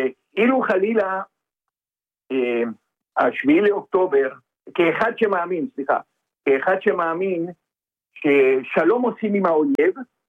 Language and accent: Hebrew; Argentina; Hebrew is a second language; המחלוקת שאני רואה בו, כיהודי גלותי, וכפי שאתה שומע, אני...